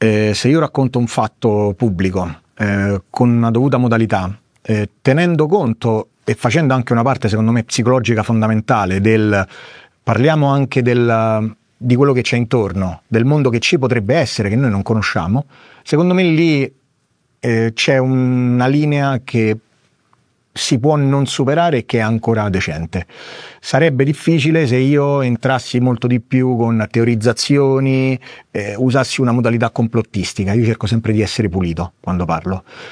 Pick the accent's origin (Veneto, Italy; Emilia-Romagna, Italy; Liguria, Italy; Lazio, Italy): Lazio, Italy; Rome; accent: Roman; Però vengo da Centocelle, quindi noi a Centocelle lì parlano proprio, quindi io mi trattengo